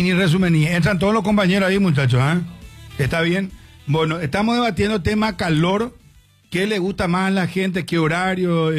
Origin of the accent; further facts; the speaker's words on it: Paraguay; Y es que así somos los paraguayos.